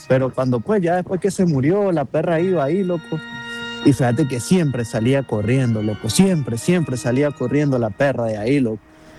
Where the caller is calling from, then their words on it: León, Nicaragua; yo soy de León, brother, y nosotros vivimos en la calle central, que son calles, casas de coloniales, o sabes, casas antiguas.